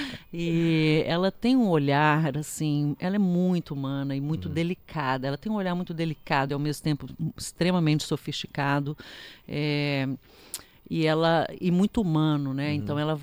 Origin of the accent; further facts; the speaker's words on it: Belo Horizonte, Minas Gerais, Brazil; Belo Horizonte, que é de onde eu venho